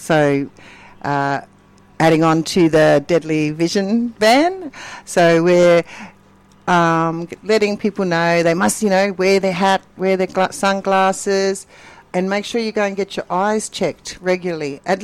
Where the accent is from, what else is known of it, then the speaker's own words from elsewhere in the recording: Darwin, Northern Territory, Australia; Yes, I'm born and bred in Darwin. Yep. Same with my mum and grandfather on that side. Yeah, so local in our community